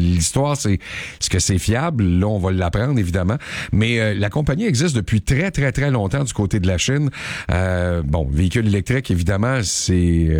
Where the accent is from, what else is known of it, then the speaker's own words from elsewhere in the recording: Quebec, Canada; chez nous, au Québec.